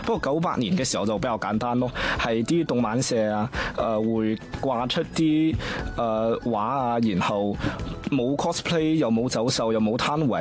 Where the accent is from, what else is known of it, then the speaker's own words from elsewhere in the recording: Guangzhou, Guangdong, China; 大家好，